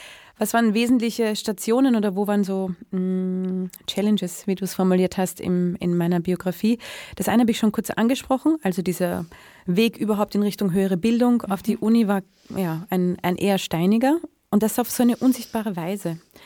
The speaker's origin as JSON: {"language": "German", "region": "Vienna", "country": "Austria", "tie": "born or raised there", "said": "Ich komme aus Wien-Simmering, ich habe viele Geschwister, es war ein Haushalt mit wenig Geld."}